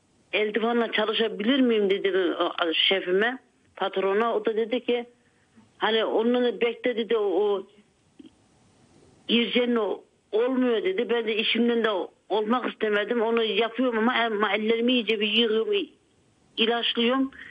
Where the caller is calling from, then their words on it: Germany; Ben Almanya'dan arıyorum.